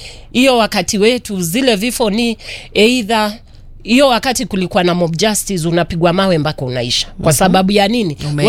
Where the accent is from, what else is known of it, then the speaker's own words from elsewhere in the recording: Nairobi, Kenya; born there; Mimi nimezaliwa kwa mtaa wa Eastlands, eh?